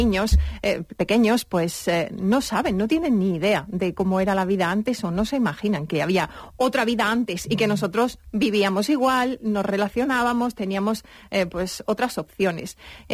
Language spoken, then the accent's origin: Spanish; Úbeda, Andalusia, Spain; Sí, puede ser, es que como yo soy de Úbeda, son los 8 kilómetros que lo separan.